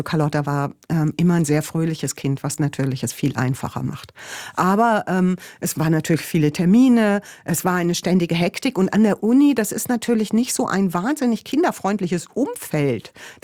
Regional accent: Gieselwerder, Hesse, Germany; also ich bin im kleinen Dorf in der Nähe von Bad Karlshafen aufgewachsen, Giselwerda, ein kleiner Ort an der Weser, und das war natürlich zum einen ein sehr, ist das ja ein recht schönes Dorf, was da an der Weser liegt

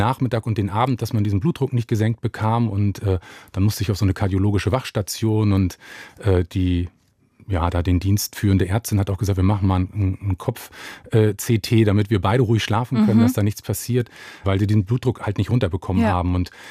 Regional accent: Mecklenburg-Vorpommern, Germany; born there; now in Brandenburg an der Havel, Germany; Ja, ich bin 44 Jahre alt, gebürtiger Mecklenburger, lebe in Brandenburg an der Havel

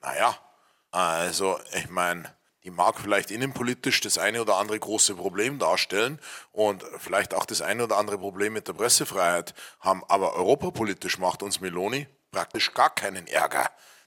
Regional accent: Germany; Und wir haben als Deutsche ein ganz großes Interesse

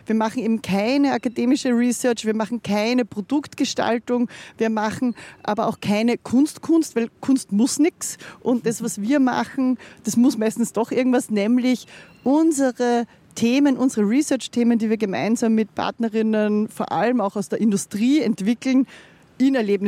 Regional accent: Linz, Upper Austria, Austria; Ich bin in Linz aufgewachsen

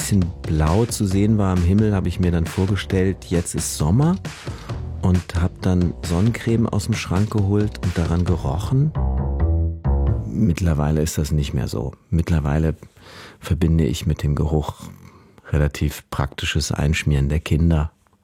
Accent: Berlin, Germany; born there

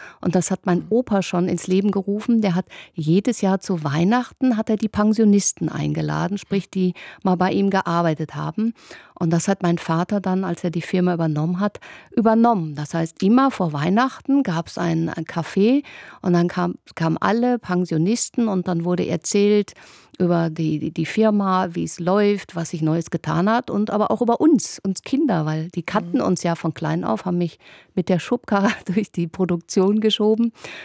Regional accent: Münster, North Rhine-Westphalia, Germany; born there; Genau, in Münster, genau.

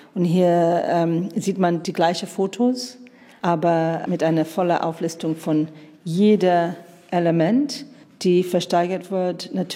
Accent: United Kingdom; German is a second language; Ich komme aus Großbritannien, da ist dieses Konzept ein Hausmuseum sehr, sehr bekannt.

